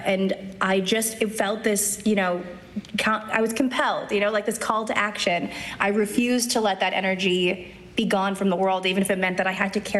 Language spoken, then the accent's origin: English; Canada; So, and I'm Canadian, so it's even worse.